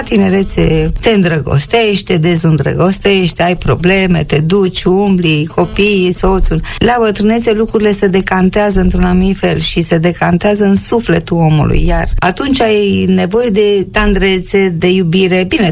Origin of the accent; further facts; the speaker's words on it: Romania; born there; Eu m-am născut lângă București în 1946, deci sunt sudistă, cum spun eu